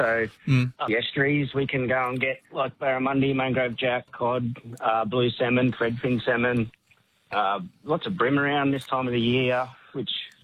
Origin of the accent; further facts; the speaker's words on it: Bundaberg, Queensland, Australia; I'm from Bundaberg, so I come up and do the fishing season.